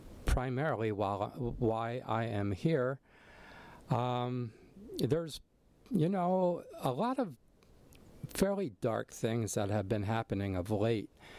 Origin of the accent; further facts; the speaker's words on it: Allentown, Pennsylvania, United States; now in Kona, United States; Coming to you once again from the Lehigh Valley, specifically Allentown, Pennsylvania, my hometown, where, you know, I've come to visit now